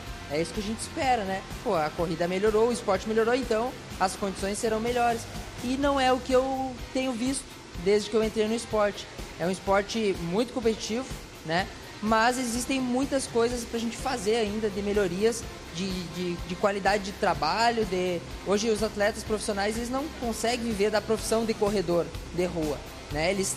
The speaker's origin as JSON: {"language": "Portuguese", "town": "Santa Maria", "region": "Rio Grande do Sul", "country": "Brazil", "said": "É, eu venho do sul do país, eu sou de Santa Maria, Rio Grande do Sul."}